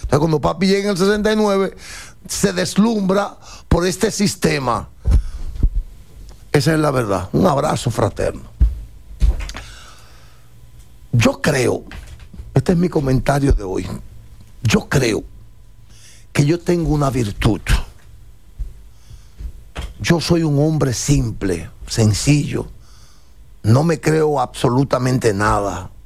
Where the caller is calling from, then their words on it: Dominican Republic; Un abrazo fraterno desde la República Dominicana.